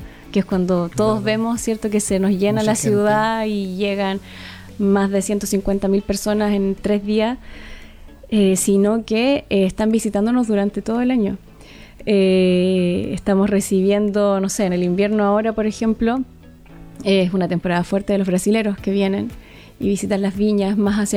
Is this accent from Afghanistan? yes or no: no; Chile